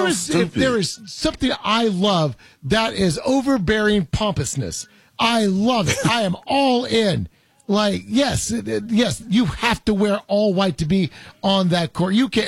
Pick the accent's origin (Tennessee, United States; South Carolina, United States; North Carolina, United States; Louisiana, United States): Tennessee, United States; born there; I was born in Tennessee. I wasn't raised there.